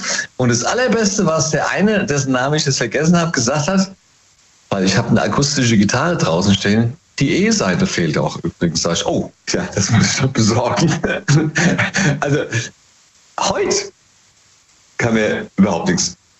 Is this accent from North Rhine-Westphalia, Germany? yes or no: no; Hesse, Germany; Hey, aus dem Rheingau.